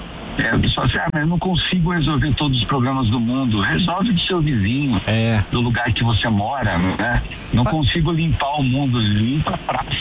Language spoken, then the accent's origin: Portuguese; Caxias da Paulista, Brazil; moved away as an adult; eu lembrei de uma senhora da minha cidade Natal, Caxias da Paulista